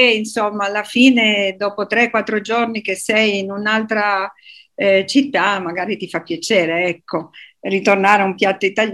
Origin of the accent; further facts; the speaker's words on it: Turin, Piedmont, Italy; Io sono di Torino